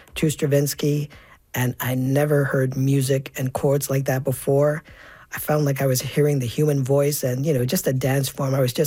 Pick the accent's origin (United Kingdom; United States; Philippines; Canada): Canada; Toronto, Ontario; this is my music. I was born and raised in Toronto.